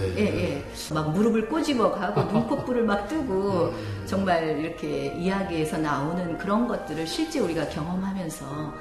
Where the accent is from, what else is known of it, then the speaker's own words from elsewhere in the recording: Changwon, South Gyeongsang, South Korea; 고향이 마산이에요.